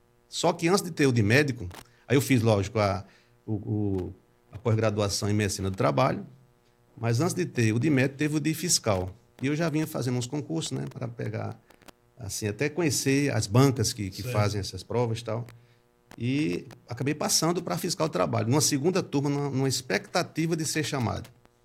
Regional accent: João Pessoa, Paraíba, Brazil; also born or lived in Patos, Paraíba; eu sou sertanejo, né, nascido em Patos … mas criado aqui em João Pessoa. Comecei nos anos 70, a gente chegou por aqui.

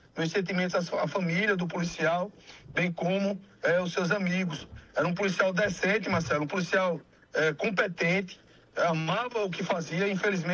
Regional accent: Brazil; Sou brasileiro, não desisto nunca.

